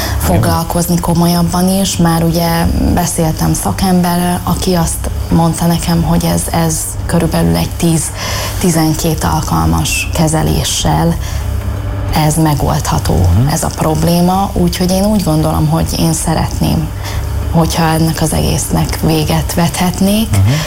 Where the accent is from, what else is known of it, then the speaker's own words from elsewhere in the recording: Netherlands; Hát valószínűleg egy rossz élmény idézte ezt elő, ami ugye gyermekkoromban nagyon sokáig Hollandiában éltünk. Édesapám ugye ott dolgozott 14 évig, és így ugye az egész család megkapta a holland állampolgárságot, és mi ugye a gyermekkorunk nagy részét ott töltöttük